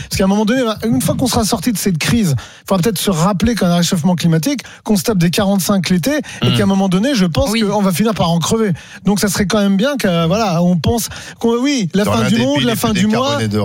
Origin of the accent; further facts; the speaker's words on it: Vierzon, Centre-Val de Loire, France; Oui, moi j'ai une vision parisienne, mais je viens de Vierzon, j'ai aussi une vision un petit peu provincial